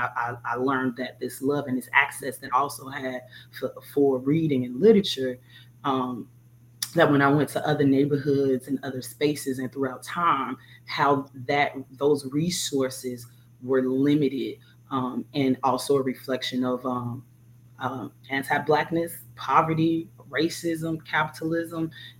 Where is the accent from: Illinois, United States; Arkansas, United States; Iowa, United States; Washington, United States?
Illinois, United States; Chicago; So I grew up in near North and the low end, which we call Bronzeville, back and forth.